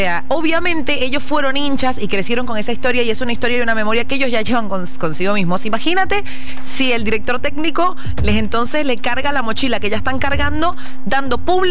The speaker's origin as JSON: {"language": "Spanish", "country": "Venezuela", "said": "siendo venezolana."}